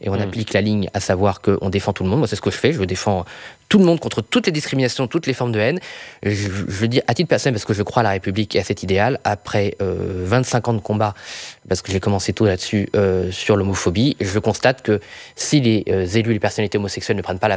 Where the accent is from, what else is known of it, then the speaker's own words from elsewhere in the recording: Brittany, France; Vous voyez, moi, je suis breton, je suis superstitieux, donc j'essaie de limiter mes rêves.